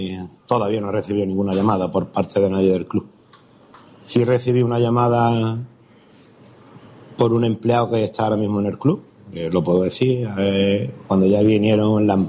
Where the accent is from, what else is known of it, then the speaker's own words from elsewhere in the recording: La Línea de la Concepción, Andalusia, Spain; el equipo de mi pueblo, porque siempre he querido a la Balona